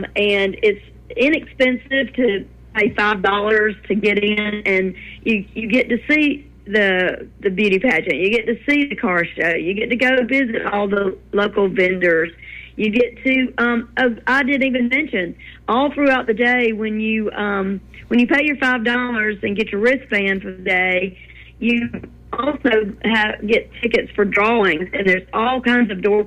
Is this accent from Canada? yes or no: no; Glenwood, United States; I grew up in Glenwood